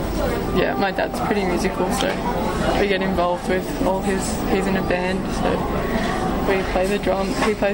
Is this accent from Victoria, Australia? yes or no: yes; Melbourne, Victoria, Australia; We come from Melbourne. This little one comes from Byron Bay.